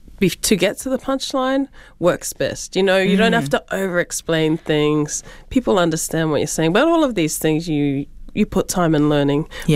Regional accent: Auckland, New Zealand; we're all women, we're all Pacific, we're all from South Auckland

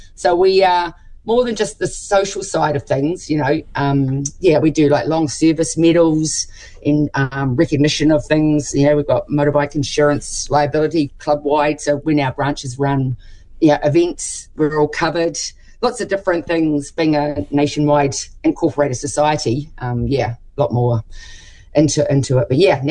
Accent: Taranaki, New Zealand; I'm from Taranaki, and there was a Telemachus for younger people group running here.

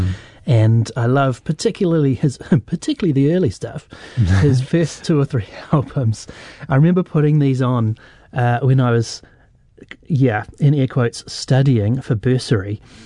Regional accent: Wellington, New Zealand; I grew up in Kilburn and Karori, and until the year 2001, I'd never even been to America other than on holiday.

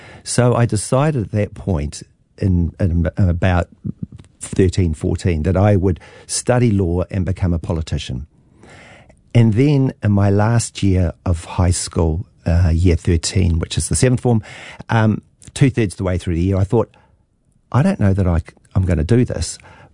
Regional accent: Waiheke Island, Auckland, New Zealand; So I was a young lad growing up on Waiheke before Waiheke became famous. And then it was a community of about 4,000 people. The only access to Auckland was by a slow ferry, 2.5 hours each way. So we sort of stayed on Waiheke.

